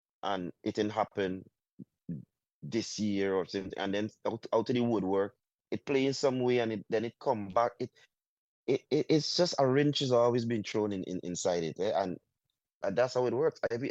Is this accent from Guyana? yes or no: yes; Guyana; I'm happy I'm from Guyana